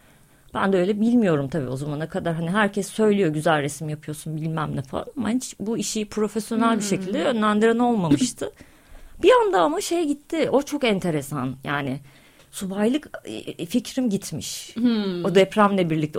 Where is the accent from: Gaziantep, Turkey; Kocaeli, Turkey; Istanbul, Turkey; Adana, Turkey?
Kocaeli, Turkey; Gölcük; born there; Gölcük depremi oldu. Ben ortaokuldaydım o zaman. Biz başka bir şehre taşındık. Babamın memleketine taşındık.